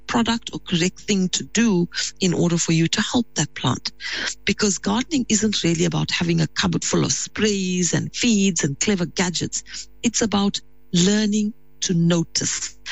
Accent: Pietermaritzburg, KwaZulu-Natal, South Africa; growing up in Pietermaritzburg

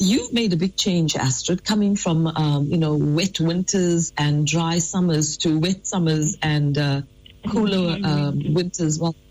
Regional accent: Pietermaritzburg, KwaZulu-Natal, South Africa; now in Durban, South Africa; I've grown up in Pietermaritzburg

